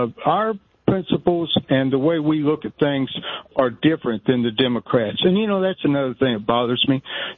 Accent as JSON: {"language": "English", "town": "Louisville", "region": "Kentucky", "country": "United States", "tie": "born or raised there", "moved": "as an adult", "lives_now": "Lebanon Junction, United States", "said": "I'm not too far from Louisville. Matter of fact, I moved away from Louisville because of primarily the politics and what they had done to my city that I had been born and raised in."}